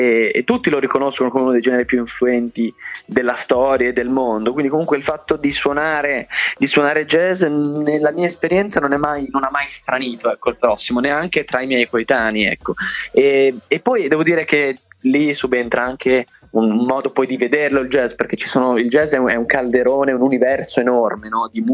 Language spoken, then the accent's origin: Italian; Bologna, Emilia-Romagna, Italy; laureandomi al Conservatorio di Bologna, che è la mia città natale.